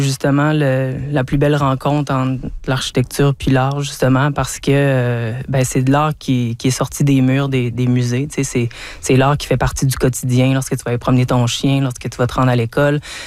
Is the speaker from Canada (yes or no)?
yes; Alma, Quebec, Canada; moi, bon, je viens d'Alma, puis on habitait proche du parc Falaise.